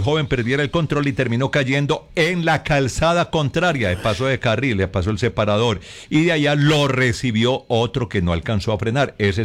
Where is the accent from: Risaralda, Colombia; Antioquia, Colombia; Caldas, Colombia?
Antioquia, Colombia; Concordia; Vea este otro de Concordia, mi tierrita, pero no fue arriba en el pueblo, sino en la carretera que va de Bolombolo.